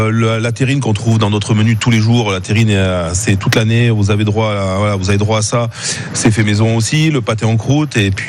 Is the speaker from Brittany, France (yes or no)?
no; Auvergne-Rhône-Alpes, France; moved away as an adult; now in Pyrénées-Orientales, France; D'origine, je suis auvergnat.